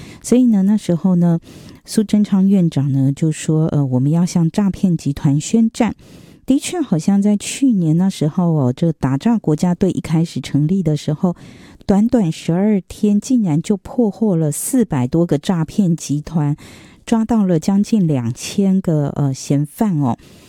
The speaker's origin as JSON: {"language": "Chinese", "country": "Taiwan", "said": "我觉得我们台湾人还是心地善良的居多"}